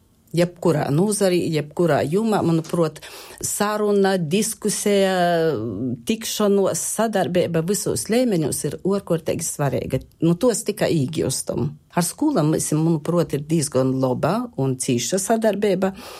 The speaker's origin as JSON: {"language": "Latvian", "region": "Latgale", "country": "Latvia", "tie": "born or raised there", "first_language": "Latgalian", "said": "Latgola ir mana dzimto puse. Latgalies runāju savā motis tāva valūdā. Latgalies arī atsagrīžos pēc studējām strodot."}